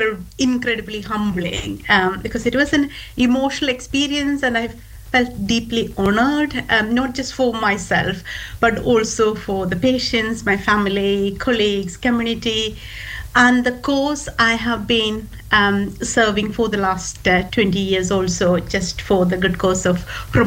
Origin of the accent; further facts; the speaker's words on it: Kerala, India; English is a second language; now in United States; So nursing back, because I'm from India, back home, my hometown is in South India, a state called Kerala.